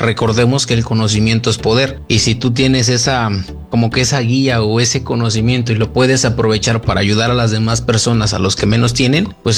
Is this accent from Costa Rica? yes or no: no; Huejutla de Reyes, Hidalgo, Mexico